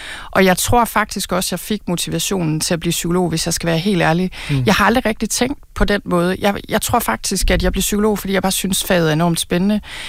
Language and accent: Danish; North Denmark Region, Denmark; dengang, jeg voksede op i Thy, og det var der i hvert fald heller ikke på de kanter.